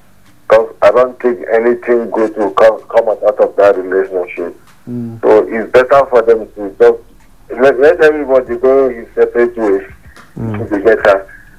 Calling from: Nigeria; calling from Tidongwada.

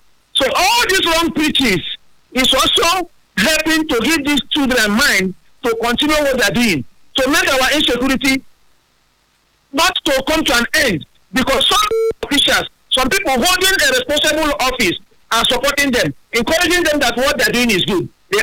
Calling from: Port Harcourt, Rivers, Nigeria; I'm calling from Port Harcourt.

